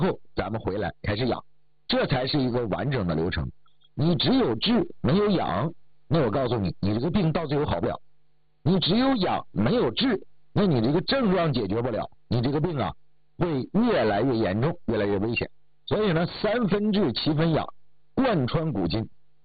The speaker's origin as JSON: {"language": "Chinese", "country": "China"}